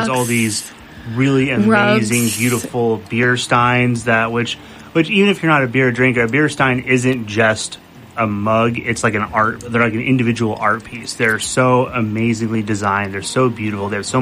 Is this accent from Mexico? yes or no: yes; Mexico; now in Wiesbaden, Germany; I grew up around that stuff. I grew up in Mexico